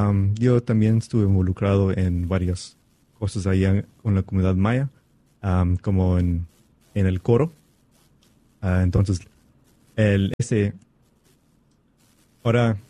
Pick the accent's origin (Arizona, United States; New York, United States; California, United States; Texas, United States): Arizona, United States; Mesa; sé unas palabras en Chuj, pero no mucho. Pero de allá somos. Y pues yo nací en Mesa, Arizona. Y allá también fui a la escuela y todo eso.